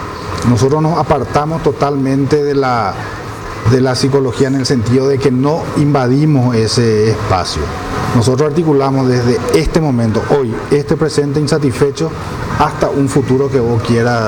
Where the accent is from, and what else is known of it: Paraguay